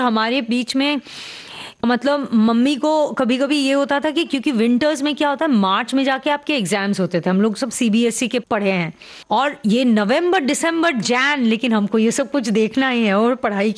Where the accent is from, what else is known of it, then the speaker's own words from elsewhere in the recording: Delhi, India; born there; moved away; also born or lived in Pune / Japan / Kenya; दिल्ली में उस माहौल में मैं पली बड़ी